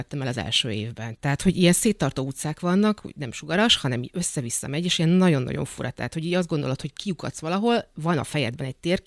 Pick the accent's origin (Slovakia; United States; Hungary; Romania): Hungary; Budapest; vagyok Vekkelei, hogy mi 3 évvel ezelőtt ugye mi egy utcával feljebb költöztünk, tehát mi gyakorlatilag kiköltöztünk Vekkerléről. Tehát én most már kispesti vagyok